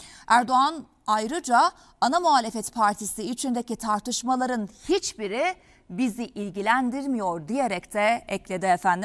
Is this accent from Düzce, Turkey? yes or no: yes; Akçakoca, Düzce, Turkey; Benim memleketimden bir haber aktaracağım sizlere. Daha bu sabah Akçakoca'dan Ankara'ya geldim.